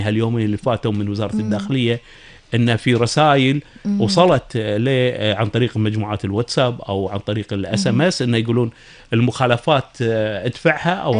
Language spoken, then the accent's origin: Arabic; Kuwait; أنا كشاب كويتي متجه إلى القطاع الخاص